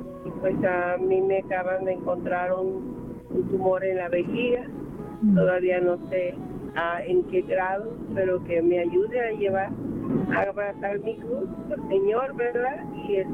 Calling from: San Diego, California, United States

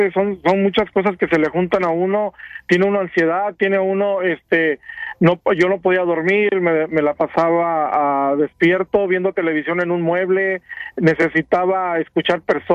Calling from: Houston, Texas, United States; De Houston, Texas, padre.

